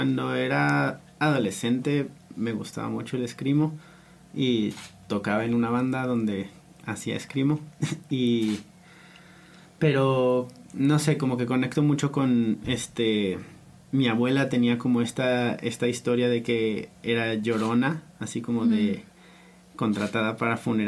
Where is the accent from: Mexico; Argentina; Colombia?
Mexico; como que crecí moviéndome mucho en México